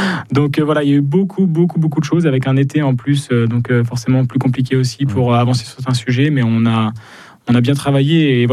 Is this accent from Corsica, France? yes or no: no; Chambéry, Auvergne-Rhône-Alpes, France; Non, mais j'en suis, je viens de Chambéry.